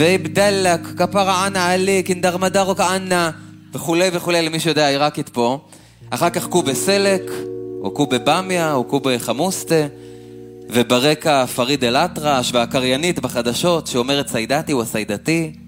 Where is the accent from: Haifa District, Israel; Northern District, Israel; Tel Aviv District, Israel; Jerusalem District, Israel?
Northern District, Israel; Afula; ילד עיראקי ופולני שגדל באפולה, האם עם אמא של הפריפריה.